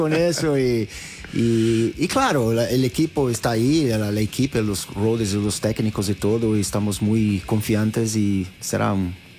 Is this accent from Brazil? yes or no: yes; Brazil; Spanish is a second language; nosotros somos brasileños, nacemos con eso, con samba, con el fútbol.